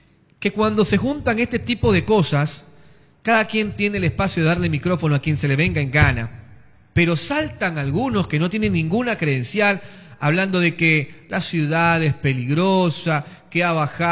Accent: Manta, Manabí, Ecuador; yo soy de Manta

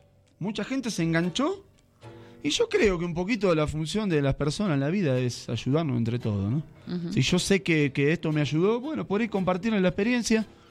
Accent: Argentina; moved away as an adult; Soy argentino. Tengo la fortuna de haber llegado a este país hace 24 años, supuestamente por 3 meses, y acá estoy todavía.

